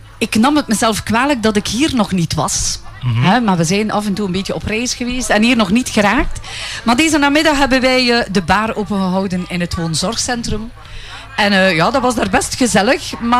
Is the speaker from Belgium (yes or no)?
yes; Wingene, Flanders, Belgium; Ik ben geboren in Wingenen. Ik ben daar naar school geweest. Ik heb zelf gewerkt in Wingenen.